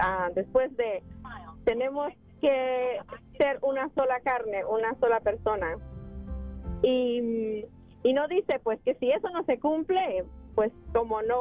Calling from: Moreno Valley, California, United States; yo vivo en Moreno Valley

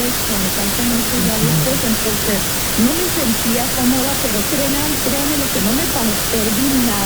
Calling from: Las Vegas, Nevada, United States; soy de Las Vegas.

